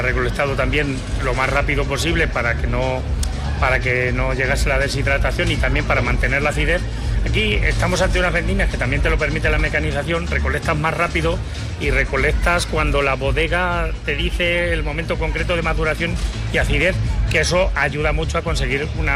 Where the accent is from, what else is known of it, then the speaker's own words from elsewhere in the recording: Miguelturra, Castilla-La Mancha, Spain; para mí como miguelete es un orgullo e incluso como manchego, ya no solo como miguelete